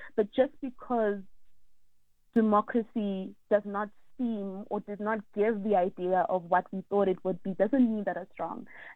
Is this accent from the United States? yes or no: no; South Africa